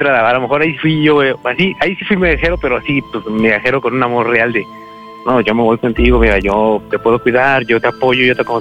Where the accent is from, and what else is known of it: Mexico City, Mexico; born or raised there; now in Misantla, Mexico